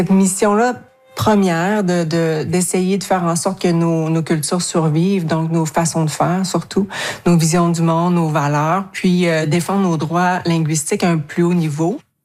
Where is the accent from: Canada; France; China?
Canada; Mashteuiatsh, Quebec; Je viens de la communauté de Mashtoyat, puis je suis Cri Innu et Abenaki.